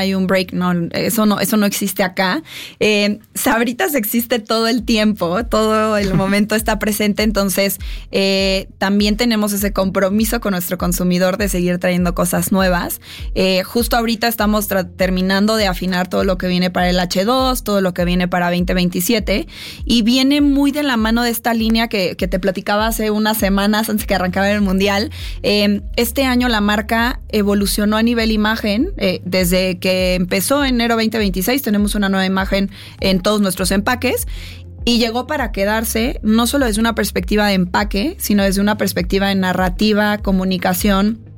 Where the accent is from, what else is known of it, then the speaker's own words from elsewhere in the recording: Mexico; todo lo que construimos como mexicanos todos acá.